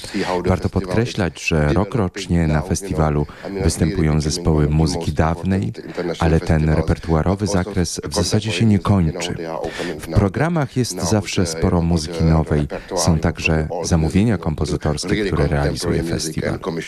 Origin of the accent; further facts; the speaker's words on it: Prague, Czechia; Urodziłem się w Pradze, tutaj dorastałem i w końcu studiowałem.